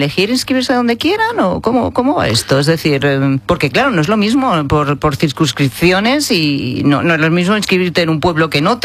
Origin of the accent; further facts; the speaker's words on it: Spain; porque yo soy española y yo no puedo decidir, en vez de votar donde estoy empadronada